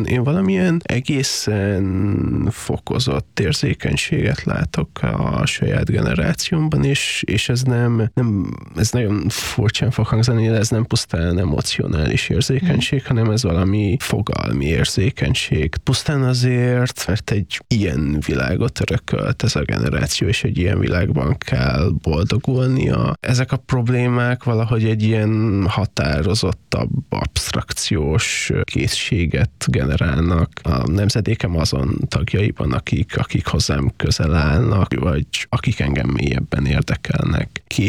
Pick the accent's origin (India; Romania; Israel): Romania; Transylvania; a saját Erdélyhez való viszonyomnak és a szülőföldemmel kapcsolatos érzéseimnek, gondolataimnak az objektivációja is.